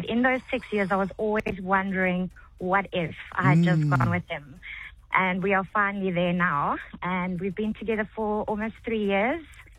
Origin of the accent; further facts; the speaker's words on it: Eastern Cape, South Africa; Okay, so growing up in our small town, we're from Richmond's River Mouth in the Eastern Cape.